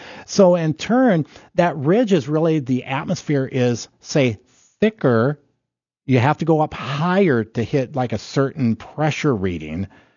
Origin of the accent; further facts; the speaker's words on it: Midwest, United States; living in the Midwest